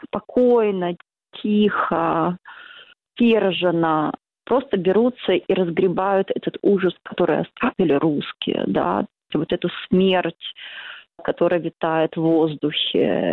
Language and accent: Russian; Kyiv, Ukraine; родилась и выросла в Киеве.